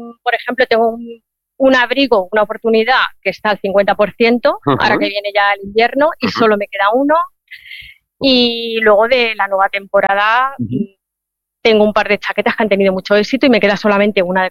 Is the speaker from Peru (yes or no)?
no; Caudete, Castilla-La Mancha, Spain; Pues una tienda de ropa, que somos de Caudete, un pueblo de Albacete.